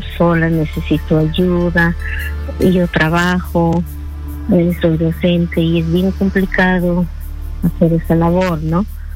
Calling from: Chachapoyas, Amazonas, Peru; De Amazonas

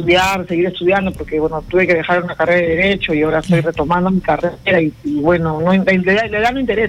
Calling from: San Juan de Lurigancho, Lima, Peru; San Juan de Lurigancho.

